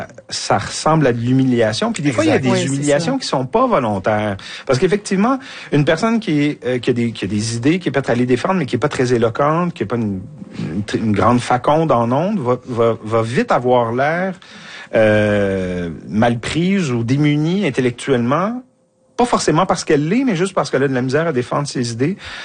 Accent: Quebec, Canada; chez nous au Québec

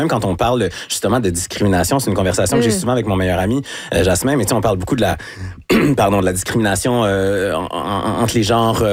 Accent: Quebec City, Quebec, Canada; born there; je suis né à Québec, à l'hôpital Saint-Sacrement. Mes deux parents étaient étudiants à l'Université Laval.

